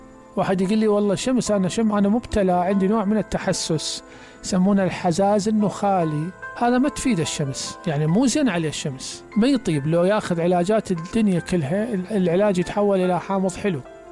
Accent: Basra, Basra Governorate, Iraq; بس إحنا عندنا بالبصرة ما عندنا ثقافة نظارات الإندور

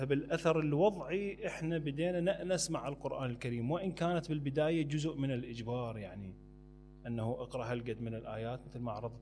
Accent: Iraq; moved away; هذه ما كانت عندنا بالعراق

